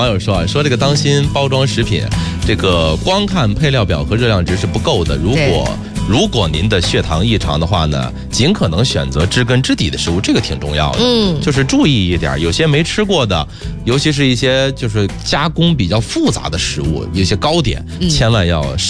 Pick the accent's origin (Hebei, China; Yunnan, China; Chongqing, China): Hebei, China; 我是河北人啊